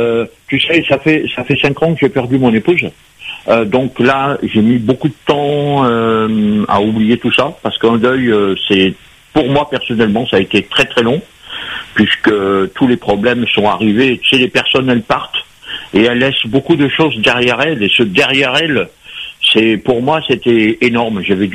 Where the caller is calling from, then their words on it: Antony, Île-de-France, France; Alors, en ce moment, je suis à Antony, dans le 92.